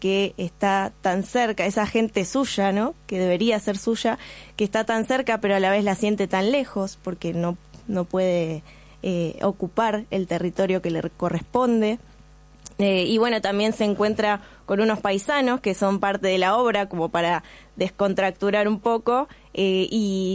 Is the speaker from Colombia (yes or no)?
no; Buenos Aires, Argentina; moved away as an adult; now in Concepción del Uruguay, Argentina; yo soy porteña, pero me fui a vivir allá en el 2019 a Concepción del Uruguay.